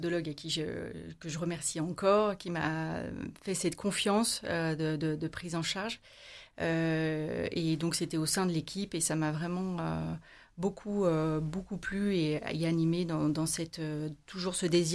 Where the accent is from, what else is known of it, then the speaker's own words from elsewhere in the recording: Saint-Étienne, Auvergne-Rhône-Alpes, France; je suis stéphanoise